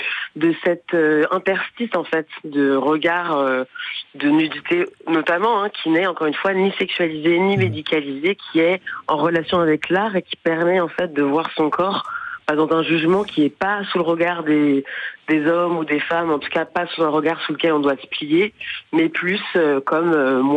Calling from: Montreuil, Île-de-France, France; De Montreuil.

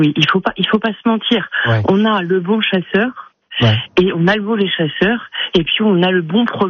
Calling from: France; Chez nous, à Mairey-Lessard

